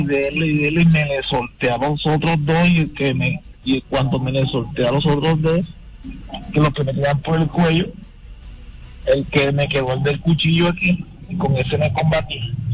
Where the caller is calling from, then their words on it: Barranquilla, Atlántico, Colombia; Hablo de aquí, de Barranquilla.